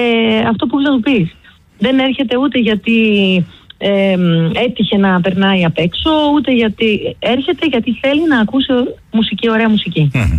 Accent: Drama, Eastern Macedonia and Thrace, Greece; now in Athens, Greece; Να σου πω ότι όταν κατέβηκα στην Αθήνα, επειδή εγώ ήρθα από τη Δράμα και η Αθήνα ήταν πολύ χαοτική, ψάχναμε με την αδερφή μου να πάμε σε μέρη που μας ήταν πιο οικία.

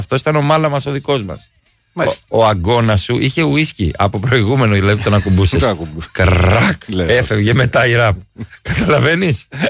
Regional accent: Peristeri, Attica, Greece; Μεγαλώσαμε μαζί στο Περιστέρι.

